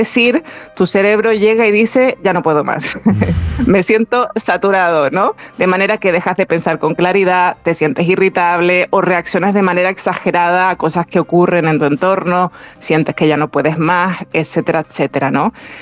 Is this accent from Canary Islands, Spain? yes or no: yes; Canary Islands, Spain; accent: Canarian; Imagínate que tienes un pozo o pozo, que yo soy con mi canario me sale pozo